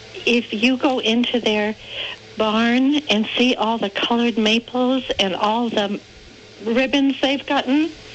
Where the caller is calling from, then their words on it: Randolph Center, Vermont, United States; I'm calling from Randolph Center